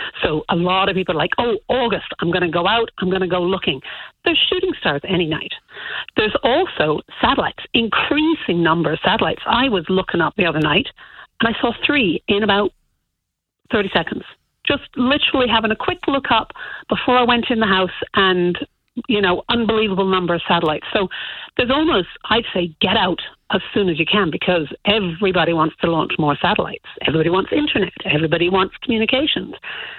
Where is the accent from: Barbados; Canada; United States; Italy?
Canada; Ontario; now in Ireland; So I grew up in Canada, outside of Ottawa, in a beautiful dark sky location, a small housing development on a golf course.